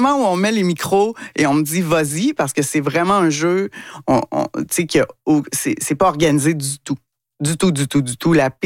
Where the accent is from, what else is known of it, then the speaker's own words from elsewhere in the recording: Quebec, Canada; du Québec. Ouais, je suis psychocriminologue et écrivaine. Et là, bon, j'avais changé un peu mon accent parce qu'il y a des gens qui avaient de la difficulté à me comprendre.